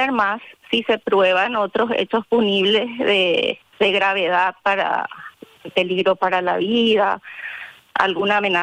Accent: Asunción, Paraguay; moved away as an adult; now in San Juan Bautista, Paraguay; Yo soy de Asunción, pero ya hace 10 años que estoy residiendo acá.

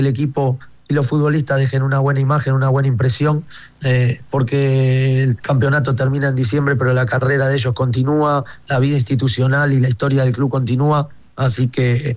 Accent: Argentina; moved away as an adult; now in Paraguay

